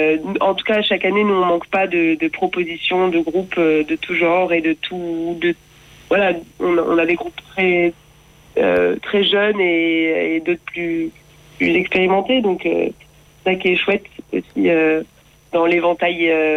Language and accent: French; Occitanie, France; Nous on est du Gard.